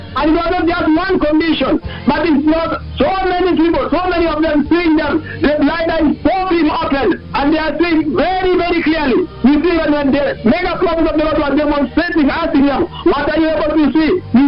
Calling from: Kakamega, Kakamega County, Kenya; You are speaking to … I am calling live from Kakamega.

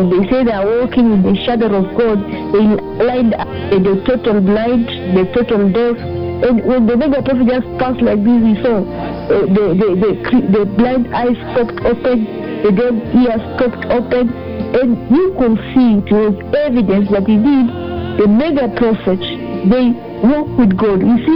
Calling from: Langata, Nairobi, Kenya; I'm calling live from Langata region.

